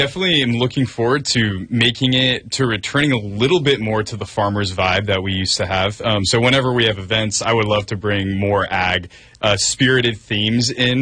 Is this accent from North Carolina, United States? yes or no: no; Loomis, California, United States; It's called Loomis, California. It's next to Auburn, California.